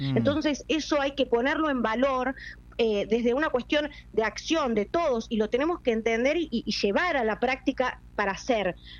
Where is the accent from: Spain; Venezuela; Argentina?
Argentina; Tierra del Fuego; los beneficiarios somos los fueguinos